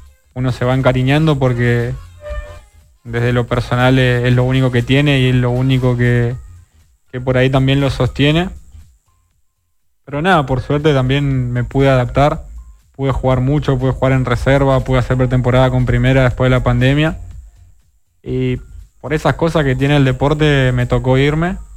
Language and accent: Spanish; Chaco, Argentina; moved away; También me pone muy contento volver a mi provincia